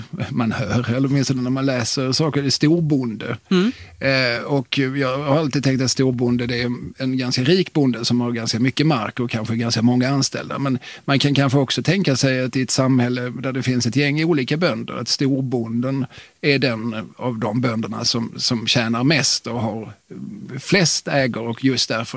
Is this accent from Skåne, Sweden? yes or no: yes; Skåne, Sweden; Det är lite intressant för att jag är ju själv från Skåne.